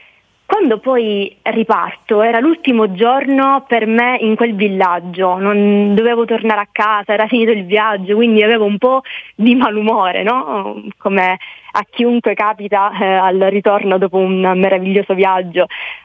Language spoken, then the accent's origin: Italian; Catania, Sicily, Italy; born there; ho 25 anni e sono nata a Catania.